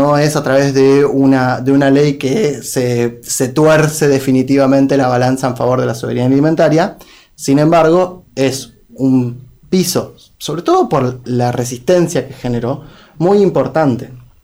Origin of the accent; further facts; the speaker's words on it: Chubut, Argentina; Yo soy de Chubut